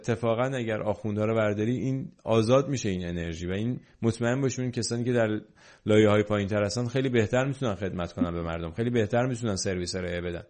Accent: Iran; moved away; به عنوان یه ایرانی

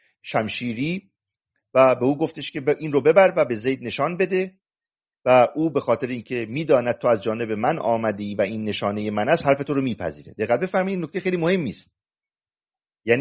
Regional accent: Mazandaran, Iran

